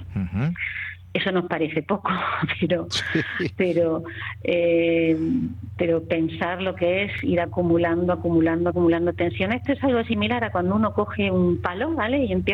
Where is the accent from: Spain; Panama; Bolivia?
Spain; Granada, Andalusia; yo soy granadina y ahora mismo os estoy hablando desde la zona epicentral.